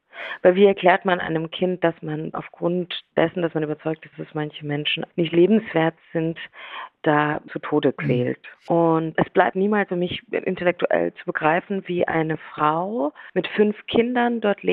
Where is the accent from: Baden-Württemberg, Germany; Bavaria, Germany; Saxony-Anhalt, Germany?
Bavaria, Germany; ich bin Exil-Ungarin, ein Teil von mir. Ich bin Bayerin und vor allen Dingen bin ich Europäerin